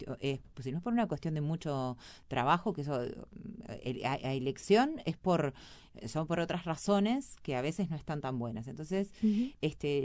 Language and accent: Spanish; Montevideo, Uruguay; yo me crié, en la Cruz de Carrasco, uh-huh. zona roja, uh-huh. un barrio sumamente humilde y que había absolutamente de todo.